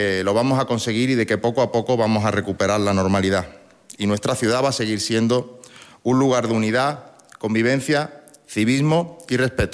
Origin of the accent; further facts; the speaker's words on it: Ceuta, Spain; Mire, aparte de representante del gobierno de Ceuta, soy ceutí y soy perfectamente consciente de esa inquietud